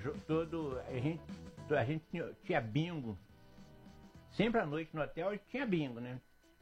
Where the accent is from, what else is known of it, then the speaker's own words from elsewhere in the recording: Brazil; sou brasileiro, né?